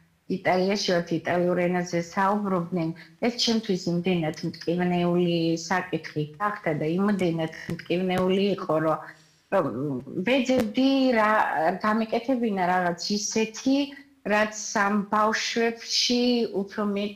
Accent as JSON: {"language": "Georgian", "region": "Guria", "country": "Georgia", "said": "რადგან ჩვენ გურულები ვართ, ჩემი მეუღლე დარწმეული არის და ამ დიდ პატრონს გურიას"}